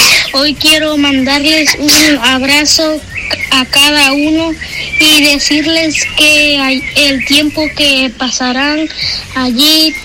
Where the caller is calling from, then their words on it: Jiquilisco, Usulután, El Salvador; desde Jiquilisco.